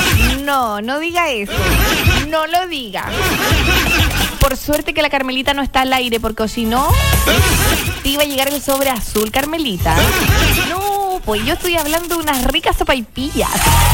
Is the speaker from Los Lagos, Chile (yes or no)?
yes; Curaco de Vélez, Los Lagos, Chile; saluda a Curaco de Vélez. Por supuesto que sí, mi tierra querida y hermosa. Mi tierra de molinos.